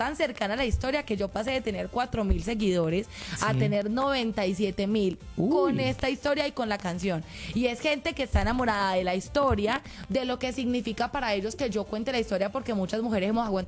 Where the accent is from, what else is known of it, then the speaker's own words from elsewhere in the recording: Colombia; A ver, yo amo Colombia, yo soy colombiana.